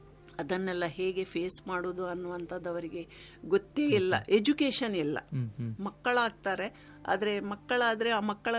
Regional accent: Mangaluru, Karnataka, India

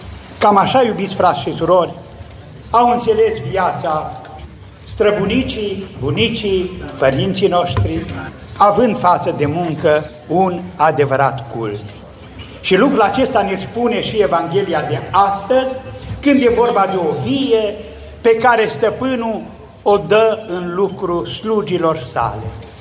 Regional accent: Maramureș County, Romania; moved away; din satul meu natal, din Oarta

